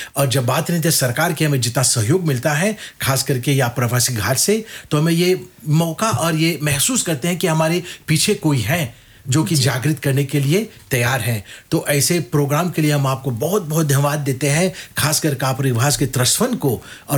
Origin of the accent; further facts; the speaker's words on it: Lalmatie, Flacq, Mauritius; मैं लालमाटी वासी हूँ